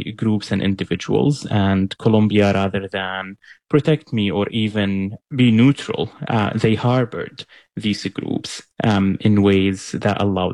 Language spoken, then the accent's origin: English; Syria; moved away as an adult; also born or lived in Lebanon; I was born and raised in Syria. For 18 years, I lived there, but I was never really Syrian.